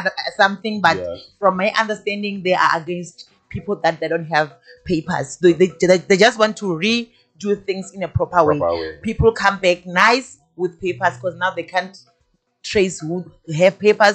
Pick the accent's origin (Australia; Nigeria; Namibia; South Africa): South Africa; And as an artist, a South African